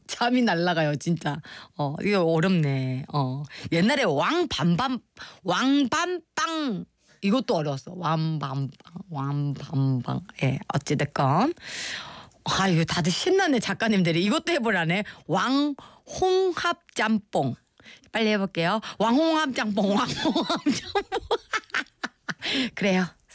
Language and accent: Korean; Busan, South Korea; moved away; 제가 또 부산 교포잖아요, 여러분.